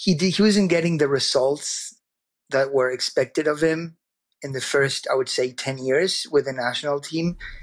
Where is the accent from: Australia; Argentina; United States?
Argentina; I'm from Argentina, so I keep saying football.